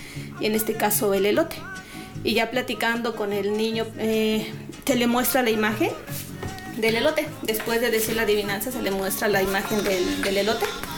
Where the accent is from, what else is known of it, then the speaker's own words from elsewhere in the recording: San Marcos Tlacoyalco, Puebla, Mexico; vengo de la comunidad de San Marcos Tlacoyalco.